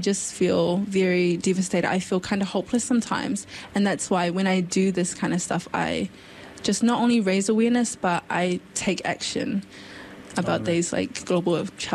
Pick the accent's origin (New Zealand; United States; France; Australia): New Zealand; I guess as a Kiwi, as someone being born in New Zealand, I'm proud of just being able to be proud of my identity. As a Samoan, that's probably my answer.